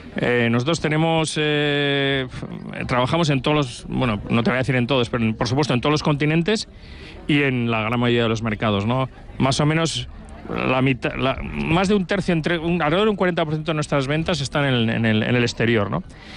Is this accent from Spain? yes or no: yes; Navarre, Spain; moved away as an adult; yo soy navarro, he trabajado toda mi vida en Navarra